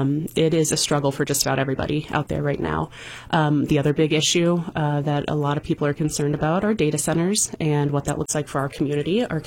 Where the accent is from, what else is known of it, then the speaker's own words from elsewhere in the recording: Farmington, United States; I am from Farmington. I'm from the 116th district.